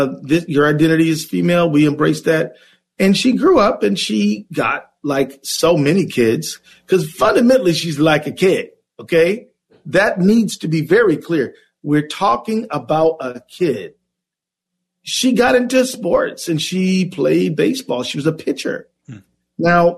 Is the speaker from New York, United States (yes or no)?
no; Detroit, Michigan, United States; moved away as an adult; I was born and raised in Detroit, I lived my whole adult life in Minnesota. But but from 0 to about 22, I lived in Detroit.